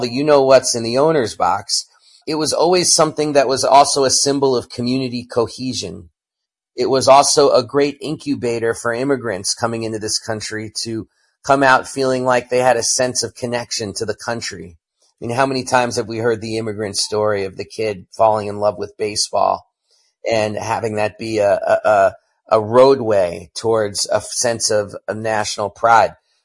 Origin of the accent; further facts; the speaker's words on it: New York City, New York, United States; I'm from New York City. It had been 51 years.